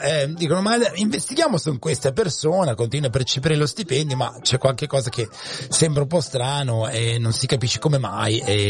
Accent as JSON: {"language": "Italian", "region": "Emilia-Romagna", "country": "Italy", "said": "io sono Emiliano, non Romagnolo"}